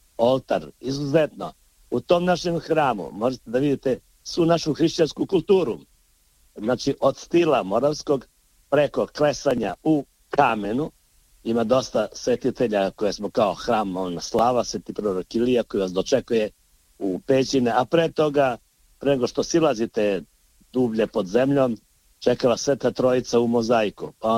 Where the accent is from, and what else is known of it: Podgorica, Montenegro